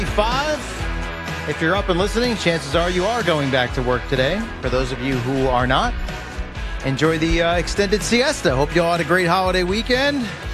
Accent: Freehold, New Jersey, United States; let's check in with John in my hometown of Freehold, New Jersey.

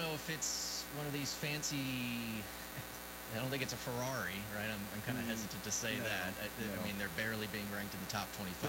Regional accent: Florida, United States; moved away; Well, I'm from Florida

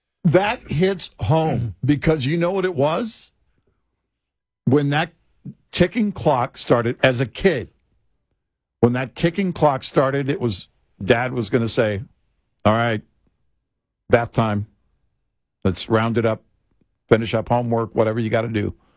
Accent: Texas, United States; Growing up in Texas, I knew summer was over when Christmas music started, you know?

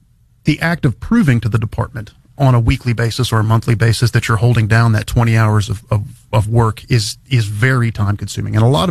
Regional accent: Randolph County, West Virginia, United States; I'm originally from Randolph County.

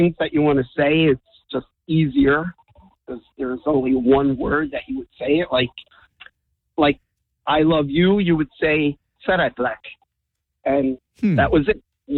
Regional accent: United States; born there; first language Hungarian; English is a second language; I was born here in the States, and my first language is Hungarian. And I learned that in, learned English in school.

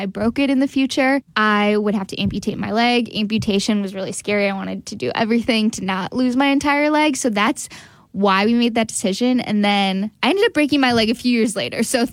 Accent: Brookfield, Wisconsin, United States; growing up in Brookfield, sports were my life.

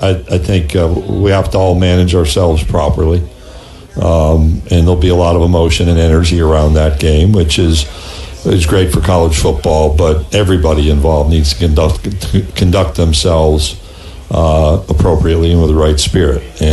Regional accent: Skaneateles, New York, United States; moved away; I grew up outside a little town called Skaneateles, New York.

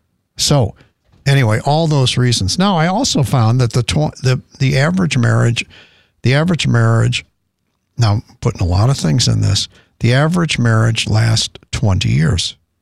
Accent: United States; we, as American men

